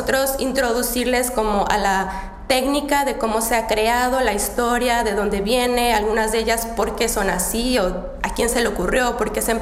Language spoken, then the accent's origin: Spanish; Mexico; también en especial cuando saben que soy mexicana, hay muchas personas que hablan o entienden bastante pues español